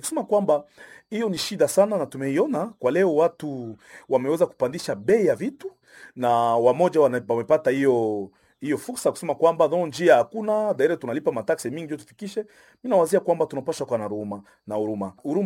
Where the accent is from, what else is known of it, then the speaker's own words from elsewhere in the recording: DR Congo; kujua kama sisi ni wakongomani na tukajitia pamoja